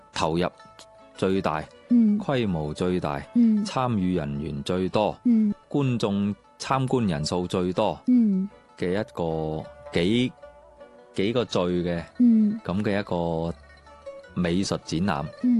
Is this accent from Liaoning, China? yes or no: no; Guangdong, China